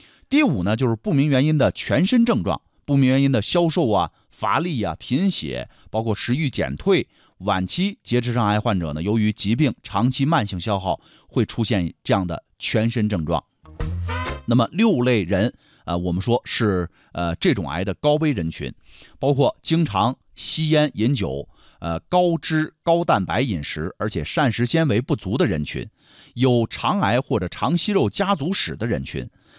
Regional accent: Yunnan, China; 很多朋友说咱们云南人又开始吃绿化带了啊

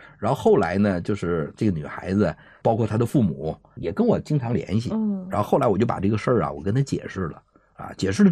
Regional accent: China; 喝什么酒才适合我们中国人的胃

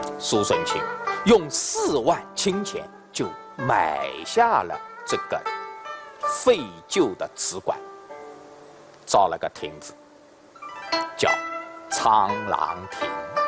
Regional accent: Suzhou, Jiangsu, China; 大家都知道，庆历革新运动一个主要的领导者也是咱们苏州人呐、啊，范仲淹。

